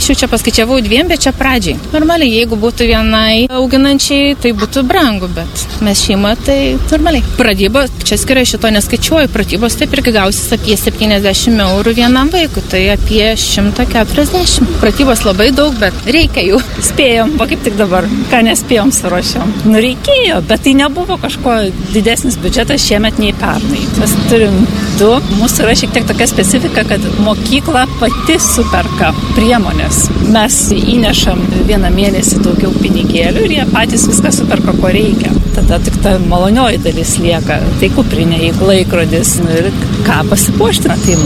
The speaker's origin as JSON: {"language": "Lithuanian", "town": "Tauragė", "region": "Tauragė County", "country": "Lithuania", "said": "Mes esame iš Tauragės ir mes kanceliarinės."}